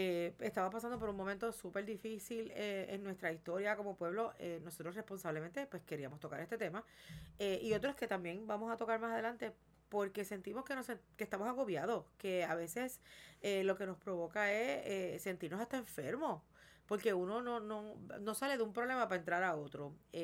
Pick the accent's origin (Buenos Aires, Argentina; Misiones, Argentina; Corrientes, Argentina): Buenos Aires, Argentina; born there; en el año en que yo nací, en el 1967 en Buenos Aires, Argentina